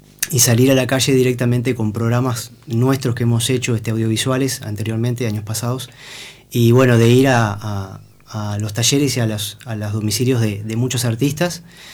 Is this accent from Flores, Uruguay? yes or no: no; Toledo, Canelones, Uruguay; now in Treinta y Tres, Uruguay; Yo en realidad vivo acá hace 26 años, ¿tá? Soy oriundo de Canelones, de Toledo